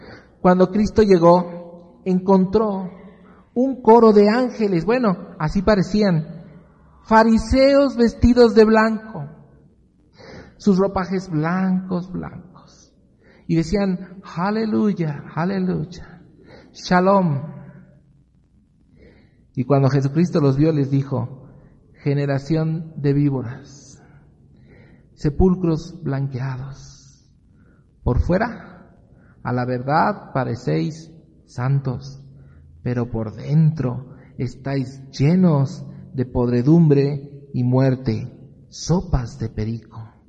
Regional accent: Mexico

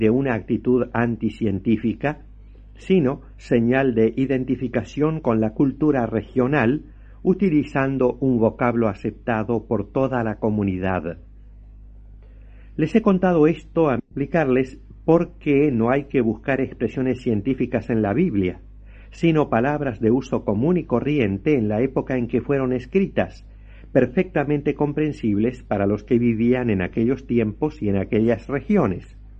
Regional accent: Argentina; En mi país, la República Argentina

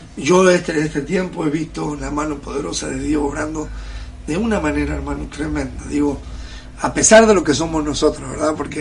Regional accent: Buenos Aires, Argentina; now in Tucumán, Argentina; Soy de Buenos Aires. Necesito volver de vez en cuando.

